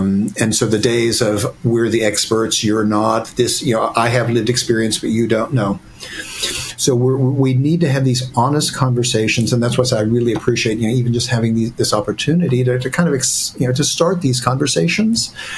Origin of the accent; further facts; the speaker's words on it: Ohio, United States; I don't wear plaid, but just because I come from Ohio, there's always this assumption.